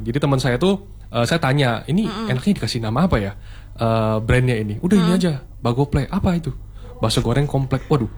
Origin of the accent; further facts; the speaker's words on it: Jakarta, Indonesia; Jadi dulu itu saya ini kebetulan asli Jakarta.